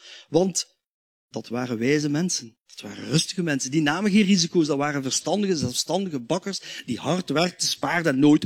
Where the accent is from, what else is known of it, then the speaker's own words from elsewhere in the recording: Watermael-Boitsfort, Brussels, Belgium; born there; Ik ben niet van Brugge, dat klopt. Ik ben namelijk geboren in Watermaal Bosvoorde, in een Frans gezin.